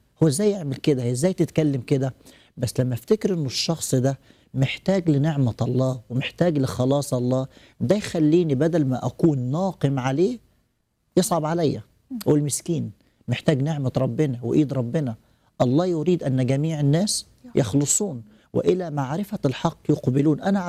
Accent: Upper Egypt, Egypt; دايما يقولوا عندنا في الصعيد الناس بالناس.

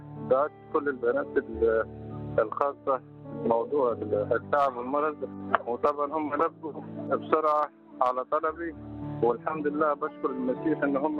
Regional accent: Egypt; من مصر، طبعا أنا مريض كانسر بالدم

